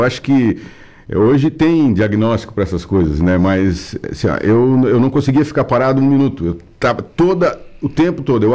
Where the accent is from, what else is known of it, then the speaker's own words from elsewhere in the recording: Araranguá, Santa Catarina, Brazil; moved away as an adult; also born or lived in Florianópolis / Porto Alegre; Eu estou aqui nessa cidade, nasci aqui, sou araranguaense da Gema. Conheço muita gente aqui em Araranguá. E depois eu saí de Araranguá, fui morar em Florianópolis, depois fui morar em Porto Alegre. Morei 10 anos em Porto Alegre.